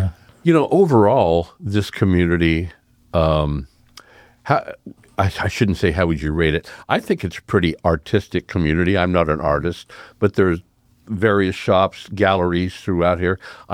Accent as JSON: {"language": "English", "region": "California", "country": "United States", "said": "both, we came from the Sacramento Valley"}